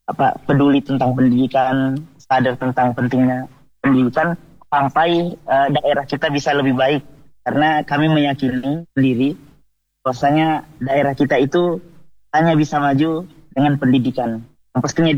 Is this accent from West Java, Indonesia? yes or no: no; Majene, West Sulawesi, Indonesia; also born or lived in Mamuju; Saya sendiri alumni di besar, lahirnya di Mamuju, besarnya di Majene, Papua, dan teman-teman yang lainnya semua asli Sulbar.